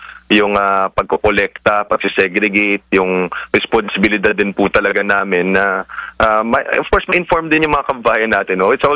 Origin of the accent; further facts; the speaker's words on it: Cagayan Valley, Philippines; sa amin sa Cagayan Valley